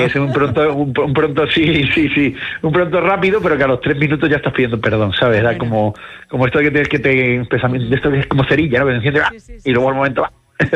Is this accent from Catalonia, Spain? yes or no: no; Cádiz, Andalusia, Spain; No, yo además me crié en Cádiz, con lo cual